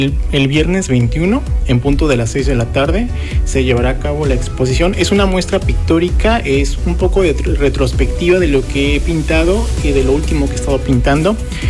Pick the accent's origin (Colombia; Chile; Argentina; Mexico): Mexico; Gutiérrez Zamora, Veracruz; moved away as an adult; now in Xalapa, Mexico; Soy de Gutiérrez Zamora. Nací en el 91. Y bueno, pues después me mudo a la ciudad de Jalapa en el 2010, porque bueno, terminó la prepa y pues me fui a buscar oportunidades.